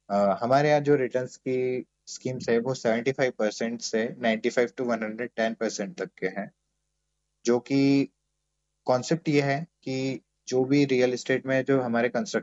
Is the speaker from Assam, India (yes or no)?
no; Khandwa, Madhya Pradesh, India; Khandwa basically मेरा home town भी है